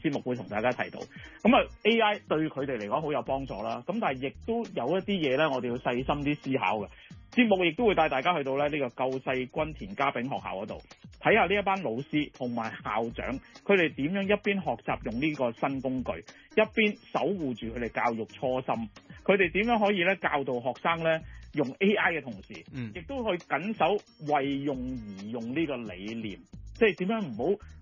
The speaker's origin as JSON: {"language": "Cantonese", "country": "Hong Kong", "said": "我哋香港人"}